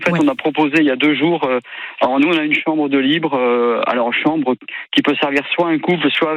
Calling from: Saint-Caprais-de-Bordeaux, Nouvelle-Aquitaine, France; je suis du côté de Saint-Capré-de-Bordeaux.

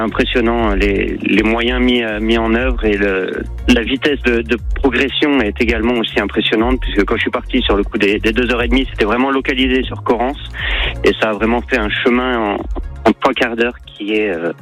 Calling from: Carcès, Provence-Alpes-Côte d'Azur, France; je suis à Carcès, en face de Montfort

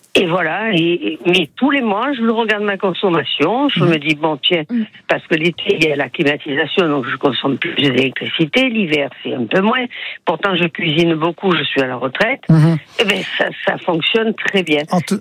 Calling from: Aubagne, Provence-Alpes-Côte d'Azur, France; J'habite sur Aubagne

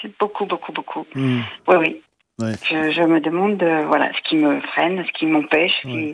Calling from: Occitanie, France

